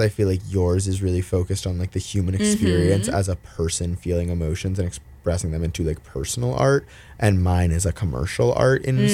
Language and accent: English; Cleveland, Ohio, United States; I'm also from a lot of places, but I am truly from Cleveland, Ohio.